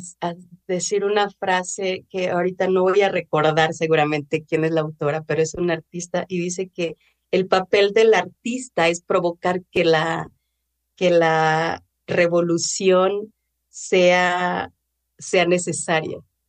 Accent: Cuajinicuilapa, Guerrero, Mexico; moved away; also born or lived in Copala; como toda negra presuntuosa, le dije, sí, soy de Cuaji

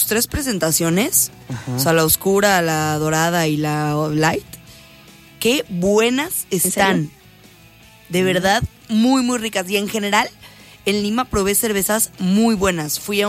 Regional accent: Mexico

